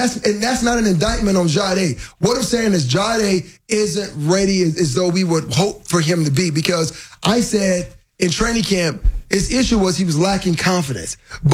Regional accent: Miami, Florida, United States; I'm from Miami.

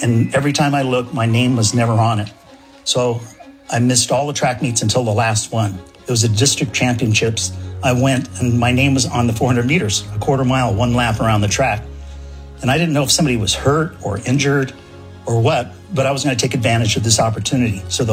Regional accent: Tennessee, United States; born there; also born or lived in Japan / Spain; I was born in Tennessee. I started kindergarten in Japan, and I graduated from high school in Spain.

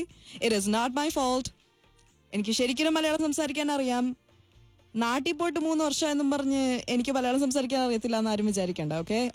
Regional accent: Kerala, India; first language Malayalam; English is a second language; moved away; my mother tongue, which is Malayalam. It's a language spoken in Kerala, a state in South India.

